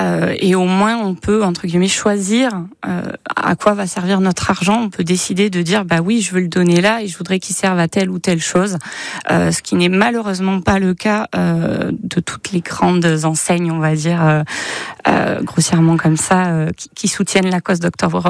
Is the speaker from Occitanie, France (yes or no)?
yes; Nîmes, Occitanie, France; born there; now in Dordogne, France; Je viens du milieu rural, alors je suis pas du secteur du tout. Moi, je suis née à Nîmes. Mais c'est vrai que la Dordogne m'a accueillie à bras ouverts